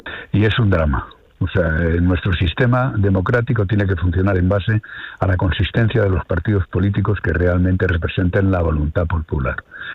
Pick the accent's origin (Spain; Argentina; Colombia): Spain; Yo como español me da vergüenza lo que está pasando en Ceuta.